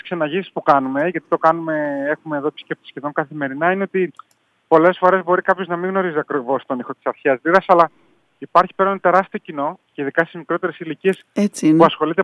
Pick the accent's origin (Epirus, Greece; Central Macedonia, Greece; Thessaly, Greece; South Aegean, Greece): Central Macedonia, Greece; Europos; εκεί στο χωριό μου, στον Εύρωπο.